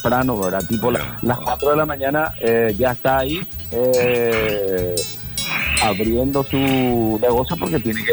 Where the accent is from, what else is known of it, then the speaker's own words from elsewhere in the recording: Paraguay; De corazón deseo, como paraguayo, que la albirroja se recupere y que gane el partido.